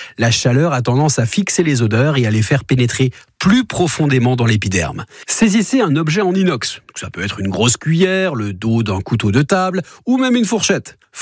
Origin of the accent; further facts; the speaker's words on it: Grand Est, France; par chez nous, en Alsace